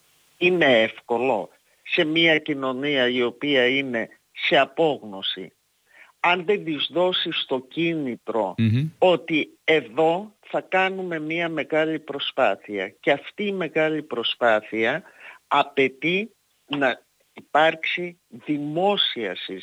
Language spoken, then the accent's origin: Greek; Greece; Ως Ελληνίδα το θεώρησα έτσι.